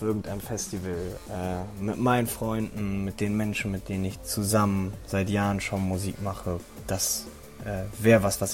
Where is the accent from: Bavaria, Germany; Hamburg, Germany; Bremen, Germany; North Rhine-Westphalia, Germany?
Hamburg, Germany; Ich komme aus dem wunderschönen Hamburg.